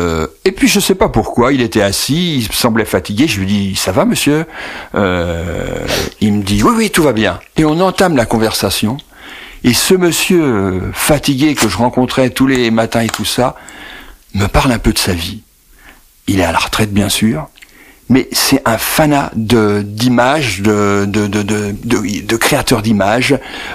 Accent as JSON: {"language": "French", "town": "Nevers", "region": "Bourgogne-Franche-Comté", "country": "France", "said": "Je suis de Nevers de Cise"}